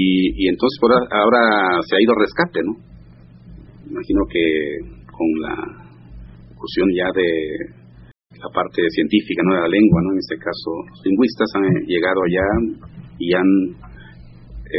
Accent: Asunción Ixtaltepec, Oaxaca, Mexico; first language Zapotec; Spanish is a second language; now in Mexico City, Mexico; Nosotros los iztaltepecanos, por nuestra cercanía con Juchitán, pues casi nos convivimos

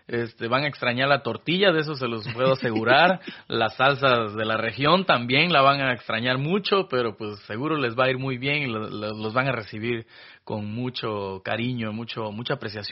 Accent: Veracruz, Mexico; porque soy jarocho, caramba.

